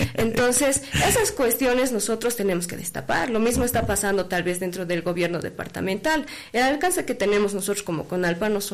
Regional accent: Bolivia; nos hacen quedar en mal como bolivianos.

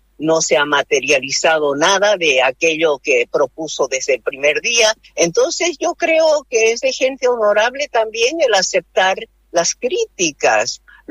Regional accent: Bolivia

